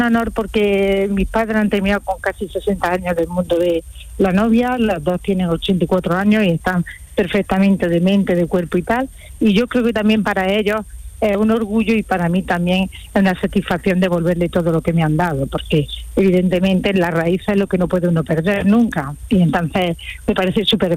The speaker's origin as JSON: {"language": "Spanish", "town": "Granada", "region": "Andalusia", "country": "Spain", "said": "a mí me gusta como granadina siempre las críticas constructivas"}